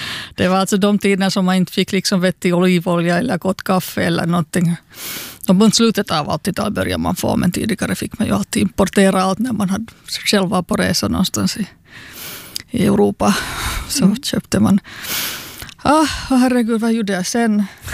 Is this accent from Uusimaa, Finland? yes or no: yes; Helsinki, Uusimaa, Finland; moved away as an adult; also born or lived in Espoo; now in Turku, Finland; jag är född i Esbo. Uppvuxen i Helsingfors, har flyttat till Åbo när jag var 32 och min son föddes.